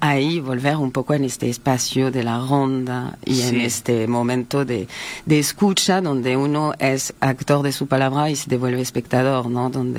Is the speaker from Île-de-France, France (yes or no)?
yes; Paris, Île-de-France, France; Spanish is a second language; Yo me nací en el suburbio, sí. me crié en París, trabajé mucho en el suburbio